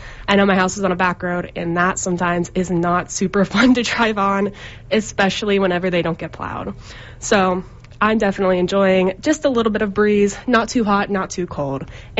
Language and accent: English; Ohio, United States; I'm from Southern Ohio, from the Appalachian Mountains.